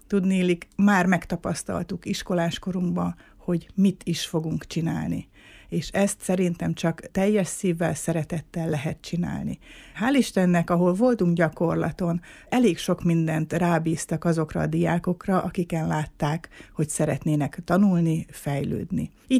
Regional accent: Miskolc, Borsod-Abaúj-Zemplén, Hungary; Miskolc város az én születési helyem. Itt születtem Miskolcon, egészen pontosan Diósgyőrben. Itt is nevelkedtem fel, és jelenleg itt is dolgozom.

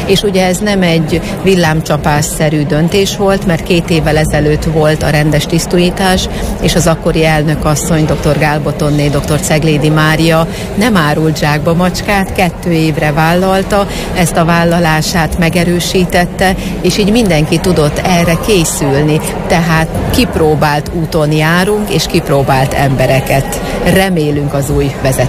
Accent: Tiszántúl, Hungary; hiszen magam is tiszántúli vagyok, és a Békési Egyház megyéből érkezem

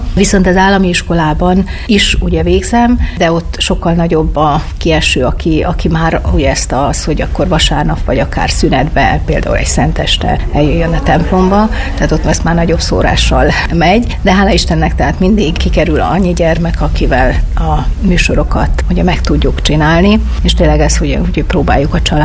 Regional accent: Csengerújfalu, Szabolcs-Szatmár-Bereg, Hungary; now in Berettyóújfalu, Hungary; nekem mindig az a haza, Ugye Csengerújfalva

